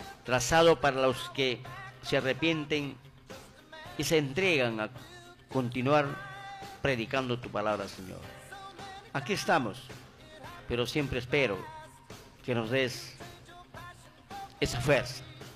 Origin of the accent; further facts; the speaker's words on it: Ucayali, Peru; en nuestra región de Ucayali, especialmente, ¿no?, provincia de Parabat.